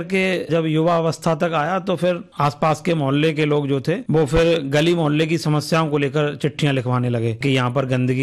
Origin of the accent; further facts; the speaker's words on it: Agra, Uttar Pradesh, India; देखिए, मैं प्रॉपर आगरा से ही हूं और आगरा में ही मेरा जन्म हुआ है।